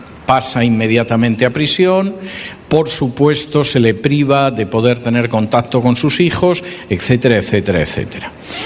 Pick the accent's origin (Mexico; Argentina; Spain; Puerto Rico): Spain; moved away; en mi país de origen, que es España